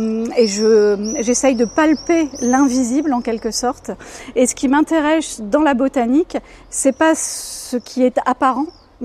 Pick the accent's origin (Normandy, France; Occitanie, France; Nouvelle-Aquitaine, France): Normandy, France; Bayeux; Puisque j'ai grandi à Bayeux.